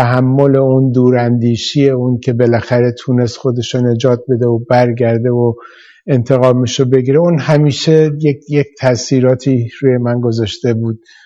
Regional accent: Shiraz, Fars, Iran; بله، من در شیراز به دنیا اومدم، در یک خانواده متوسط. پدر مادرم هر دو معلم بودند و مادرم علاوه بر اون نویسنده بود و گاهی هم گویندگی میکرد در رادیو شیراز.

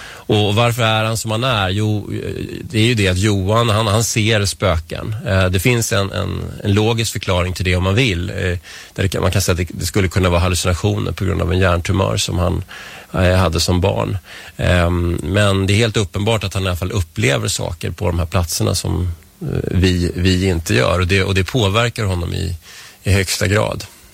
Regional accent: Vällingby, Stockholm County, Sweden; also born or lived in Strängnäs; now in Nacka, Sweden; Jag kom från Vällingby från början och sen har jag bott i stan och jag har bott i Strängnäs då, som sagt. Men vi flyttade hit 2007 och vi blev kära i området direkt.

